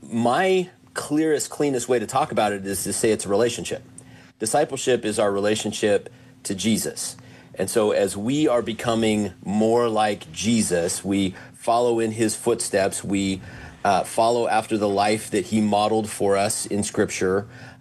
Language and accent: English; Oregon, United States; born or raised there; also born or lived in Washington / California / Idaho / Nevada; now in Sioux Falls, United States